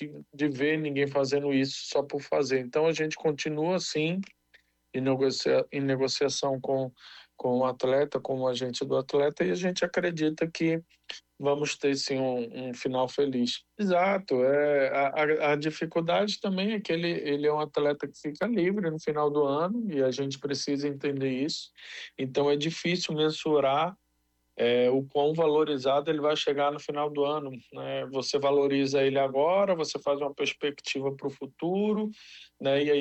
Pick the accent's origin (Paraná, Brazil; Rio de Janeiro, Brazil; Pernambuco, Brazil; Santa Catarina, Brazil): Pernambuco, Brazil; Eu, como pernambucano, né, como um torcedor do clube, né, e do futebol nordestino